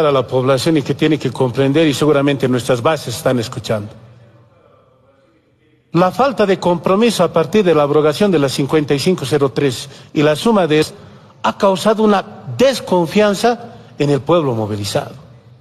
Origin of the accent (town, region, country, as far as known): Bolivia